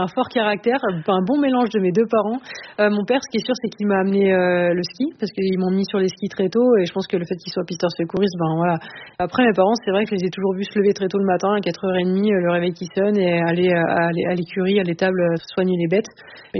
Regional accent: Les Saisies, Auvergne-Rhône-Alpes, France; je viens d'une station des Saisies, qui est une station alpine, donc j'ai commencé par le ski alpin.

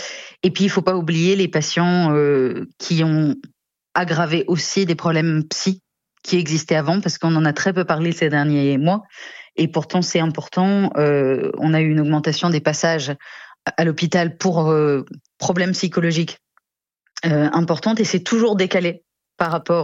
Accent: Nancy, Grand Est, France; Je viens de Nancy, chez moi, l'acclimatation, c'était épouvantable.

